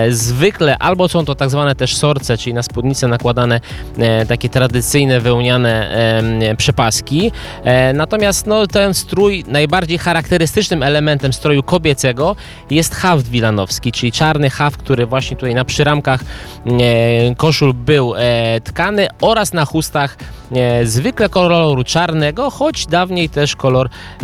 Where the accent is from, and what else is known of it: Masovian Voivodeship, Poland